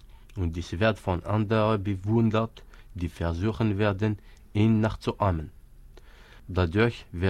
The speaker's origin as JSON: {"language": "German", "country": "Algeria", "first_language": "Kabyle", "second_language": "German", "said": "ich komme aus Algerien. Meine Muttersprache ist Kabelisch."}